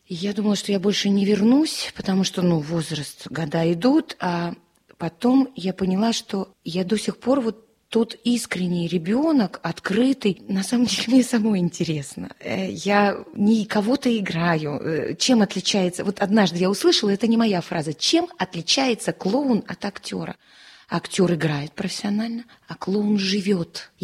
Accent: Yaroslavl, Yaroslavl Oblast, Russia; На время поехали, папа мой здесь родился, а уже я родилась в Ярославле, как-то, ну, осили, ассимилировались, я вообще ни о чем не жалею, прекрасный город

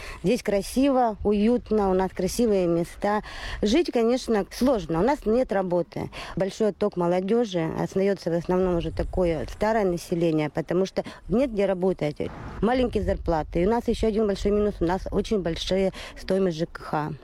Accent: Ustyuzhna, Vologda Oblast, Russia; вообще думала, что когда последний звонок отзвенит, я мечтала, скорее бы этот последний звонок прозвенел, и я уеду из Устюжна, никогда не вернусь, и даже не буду на выходные приезжать.

